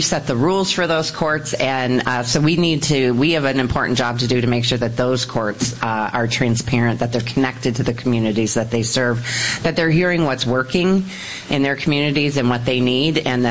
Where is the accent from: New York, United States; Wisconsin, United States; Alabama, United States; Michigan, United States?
Michigan, United States; Lansing; moved away as an adult; now in Detroit, United States; I did appellate law here in Detroit, and I grew up in Lansing.